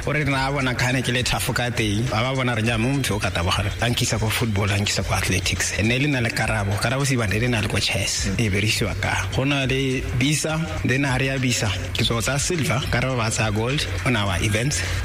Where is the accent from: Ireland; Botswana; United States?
Botswana; Maun; I grew up in Mau. Ke motho ko Mau, ke tswa Mau